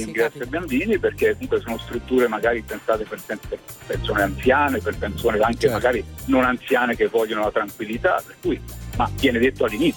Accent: Lazio, Italy; moved away as an adult; now in Province of Rovigo, Italy; originario della provincia di Viterbo, sono qua al nord ormai da 20 anni

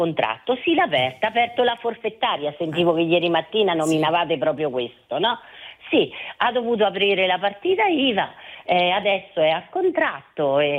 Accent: Umbria, Italy; Noi siamo umbri.

